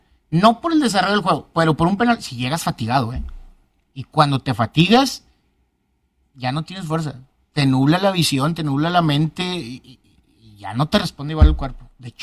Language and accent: Spanish; Mexico; No, nos estábamos muriendo nosotros como mexicanos.